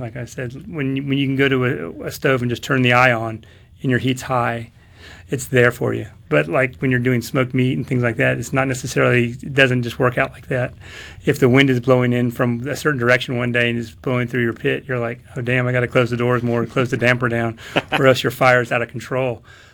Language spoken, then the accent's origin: English; California, United States; Growing up, I grew up in California, and so I call it kind of California-style tacos